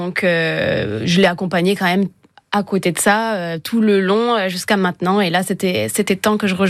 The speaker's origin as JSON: {"language": "French", "region": "Bourgogne-Franche-Comté", "country": "France", "said": "moi, je viens de Bourgogne et en Bourgogne, on mange pas des paellas qui sont forcément très très bonnes."}